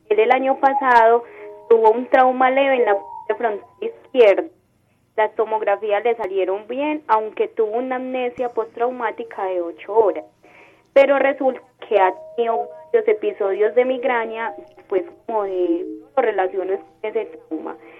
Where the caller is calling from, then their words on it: Medellín, Antioquia, Colombia; Desde Medellín